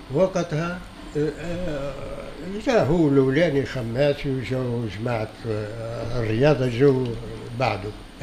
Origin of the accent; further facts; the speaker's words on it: Gafsa, Gafsa Governorate, Tunisia; وعملوه في مسقط راسي، جابوا الأفواج الكل في قفصة قدام الولاية